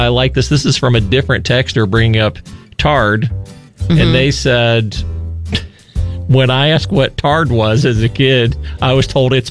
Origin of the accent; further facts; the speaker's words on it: West Virginia, United States; Well, I grew up in Randolph County, which is middle of the state, I mean, but I guess it has enough of a southern West Virginia influence coming in there, despite the fact that I was not, in fact, a way down south.